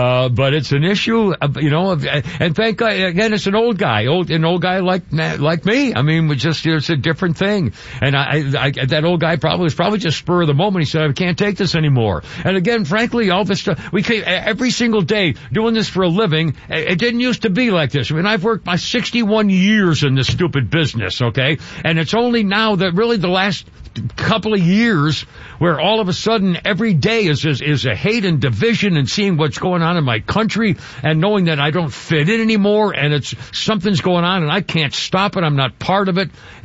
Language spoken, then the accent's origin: English; New England, United States; I was born and raised in New England in the Northeast